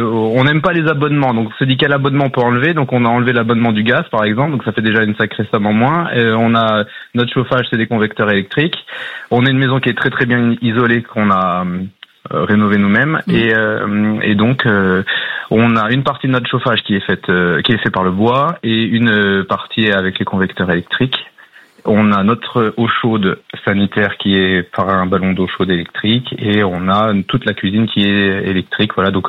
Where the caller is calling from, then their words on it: Bourgogne-Franche-Comté, France; je suis dans la région d'Auxerre.